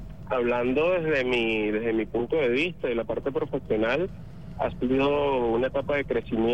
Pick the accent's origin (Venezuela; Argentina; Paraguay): Venezuela; La Guaira; las personas que somos de La Guaira